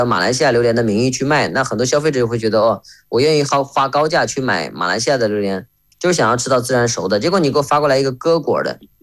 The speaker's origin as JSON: {"language": "Chinese", "region": "northern China", "country": "China", "tie": "born or raised there", "moved": "yes", "said": "像我小时候在北方长大"}